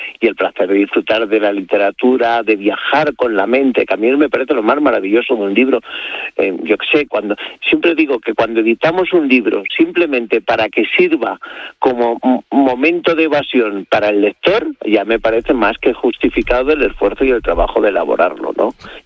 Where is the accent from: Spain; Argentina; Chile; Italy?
Spain; Madrid, Community of Madrid; a los que somos de Madrid, como está aquí al lado, no lo valoramos.